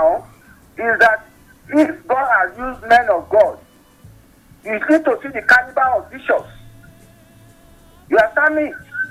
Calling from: Nigeria

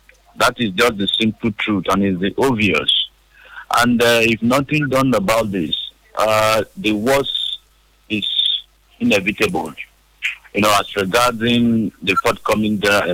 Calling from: Port Harcourt, Rivers, Nigeria; I'm calling you from Port Harcourt.

